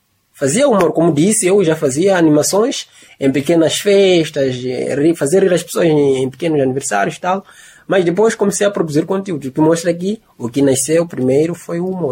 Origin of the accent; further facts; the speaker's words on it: Chimoio, Manica, Mozambique; also born or lived in Beira; eu nasci na Beira, estou a crescer em Chimoio